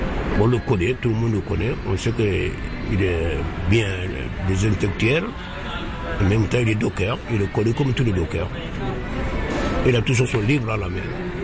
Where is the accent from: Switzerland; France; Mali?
Mali; Makadougou; 84 ans. Moi, je viens de Makadougou, Soudan. Et nous, à l'époque, on dit Soudan français. Nouveau, c'est Mali.